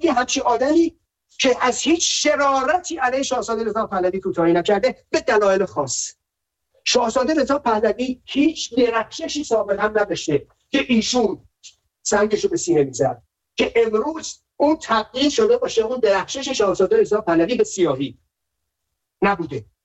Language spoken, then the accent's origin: Persian; Iran; ما مردم ایرانیم